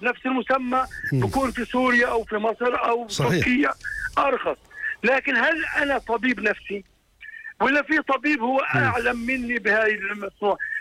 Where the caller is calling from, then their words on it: Jordan; عندنا في الأردن